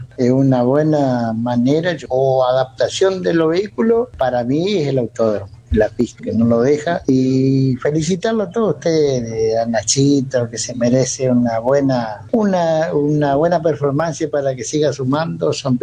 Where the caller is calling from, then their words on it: Monte Caseros, Corrientes, Argentina; soy de Monte Casero Corrientes